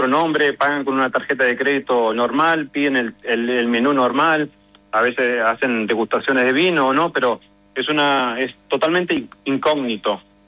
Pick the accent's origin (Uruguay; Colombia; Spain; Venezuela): Uruguay; now in Utah, United States; soy uruguayo, soy latino